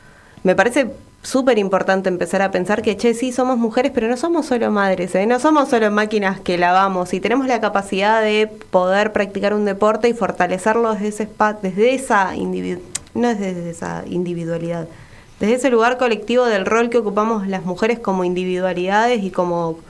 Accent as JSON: {"language": "Spanish", "town": "Almirante Brown", "region": "Buenos Aires Province", "country": "Argentina", "said": "yo soy de Brown."}